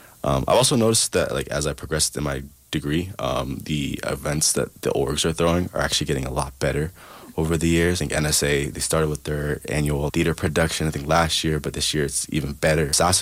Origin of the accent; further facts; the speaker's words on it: Calgary, Alberta, Canada; growing up in Calgary